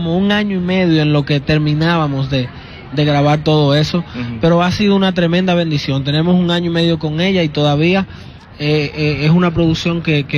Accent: Dominican Republic; also born or lived in Costa Rica; yo soy dominicano.

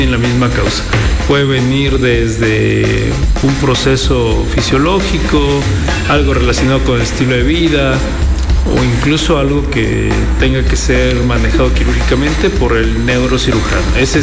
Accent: Mexico; now in Loja, Ecuador; Yo soy mexicano.

